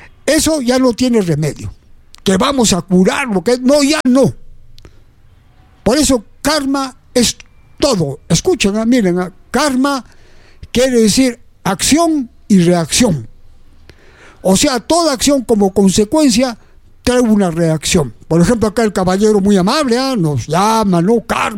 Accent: Peru

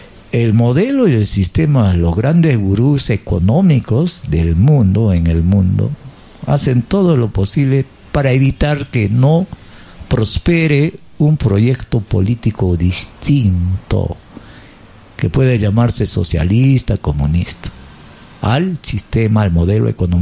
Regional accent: Peru; Nosotros casi no entendemos nada como peruanos

